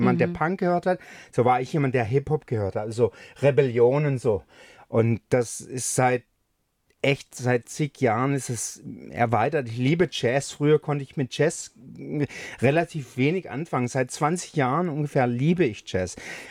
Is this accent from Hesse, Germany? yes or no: no; Stuttgart, Baden-Württemberg, Germany; Ich bin aus Stuttgart.